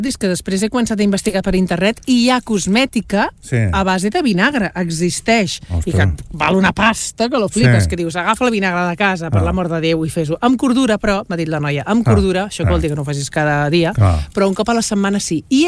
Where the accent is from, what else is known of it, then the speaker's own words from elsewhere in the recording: Catalonia, Spain; Perquè som catalans.